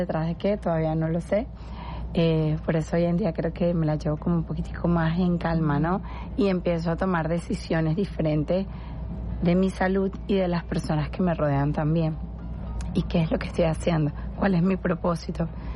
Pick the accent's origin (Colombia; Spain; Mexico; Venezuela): Venezuela; el ser venezolana